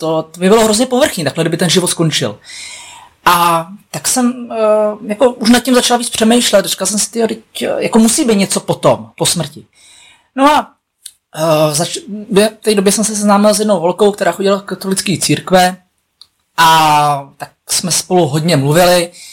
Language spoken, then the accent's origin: Czech; Blatná, South Bohemian Region, Czechia; now in Plzeň, Czech Republic; Když jsem poznal moji nynější manželku, tenkrát přítelkyni, tak jsme se stěhovali zrovna z Blatný, odkud pocházím, do Plzně.